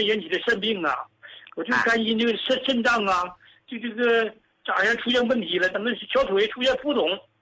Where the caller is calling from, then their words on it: Jilin, China; 我是吉林的，今年67岁。